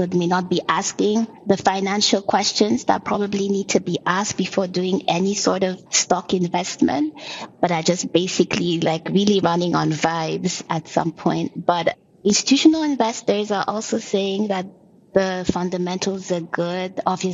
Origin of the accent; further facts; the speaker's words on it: Nigeria; I went to my hometown literally 7 hours away from here, and there were so many points to buy Dangote cement. So the company and the name, his name, is very visible in Nigerians' everyday life.